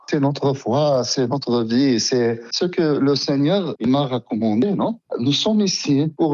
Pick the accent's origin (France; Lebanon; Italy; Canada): Lebanon; South Governorate; Nous sommes Libanais et nous voulons rester Libanais. C'est pour cela qu'on a résisté toute la guerre afin que le sud du Liban, il reste Libanais. En plus, nous sommes des chrétiens.